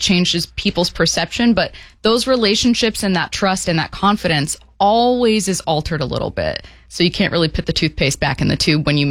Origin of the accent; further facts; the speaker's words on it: New York, United States; Get out of the way. I'm a New Yorker.